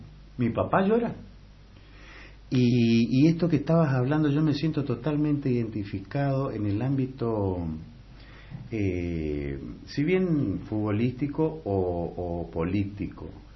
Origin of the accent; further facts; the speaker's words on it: Puerto Vilelas, Chaco, Argentina; Nosotros venimos de Puerto Eva Perón, Puerto Vela.